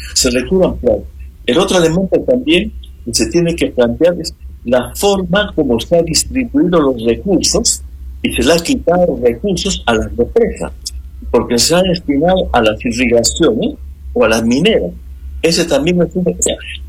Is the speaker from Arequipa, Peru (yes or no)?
yes; Arequipa, Peru; Yo soy de Arequipa, cuando era niña